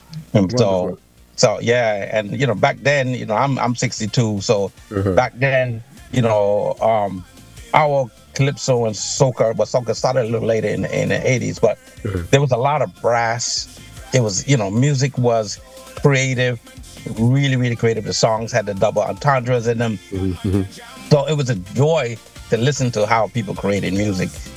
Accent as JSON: {"language": "English", "region": "London", "country": "United Kingdom", "tie": "born there", "said": "So I'm a a British citizen born in London with a Catician and Antiguan parents."}